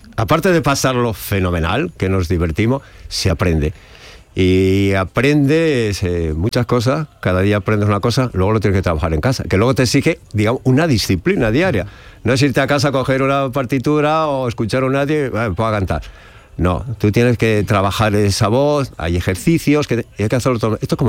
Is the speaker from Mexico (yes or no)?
no; Aranda de Duero, Castile and León, Spain; Yo de niño cantaba, me acuerdo, en una escolanía de mi tierra. Yo soy de Burgos, de Aranda de Duero, y allá en una escolanía cantaba, ¿no?